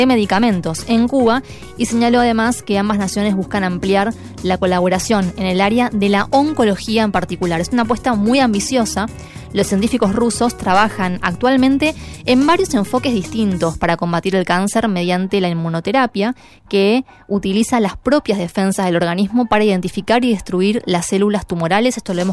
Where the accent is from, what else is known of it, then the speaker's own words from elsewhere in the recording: Argentina; bien lo sabemos los argentinos